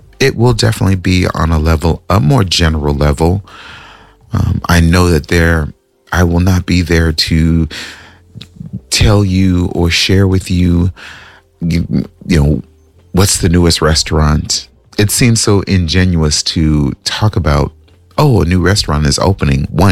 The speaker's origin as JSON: {"language": "English", "region": "California", "country": "United States", "also_born_or_lived": "Minnesota", "moved": "yes", "said": "I'm from California, y'all. I'm from Cali, but I've been away."}